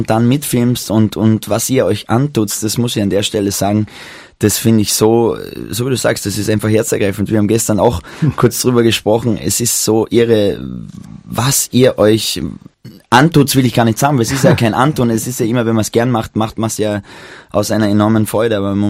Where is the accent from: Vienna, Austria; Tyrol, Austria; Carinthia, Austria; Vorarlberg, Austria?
Carinthia, Austria; Maria Saal; Das war nur zuerst ganz bei mir am Land, wo ich herkomme, in Mariasaal, also am Fuße von Magdalensberg, und dann in Klagenfurt